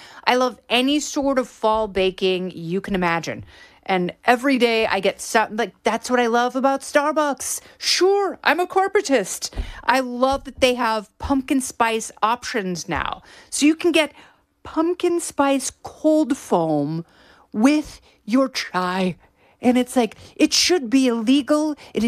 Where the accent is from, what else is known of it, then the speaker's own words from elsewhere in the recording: Oregon, United States; growing up in Oregon, you know, childhood, fall, it is just the best thing in the world